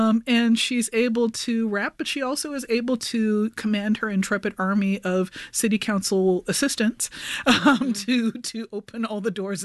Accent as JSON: {"language": "English", "region": "New York", "country": "United States", "tie": "born or raised there", "said": "my own growing up in New York in the 80s"}